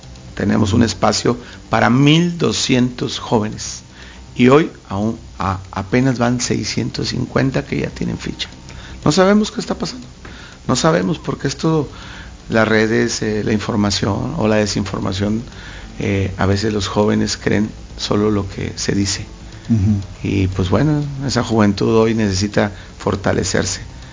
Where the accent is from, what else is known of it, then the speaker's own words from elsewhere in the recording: Ciudad Madero, Tamaulipas, Mexico; moved away as an adult; also born or lived in Guerrero / Lázaro Cárdenas, Michoacán / Tapachula, Chiapas / Toluca; now in Colima, Mexico; regresé a mi casa, soy de Ciudad Madero, Tamaulipas, del TEC de Madero.